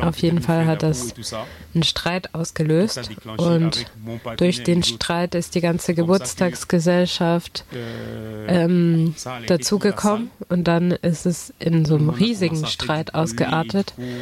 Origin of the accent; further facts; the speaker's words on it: Yaoundé, Centre, Cameroon; German is a second language; moved away as an adult; now in Germany; ich komme aus Kamerun, um genauer zu sein, aus der Stadt Yaoundé. Und ich bin in Deutschland seit 3 Jahren und ich bin 30 Jahre alt.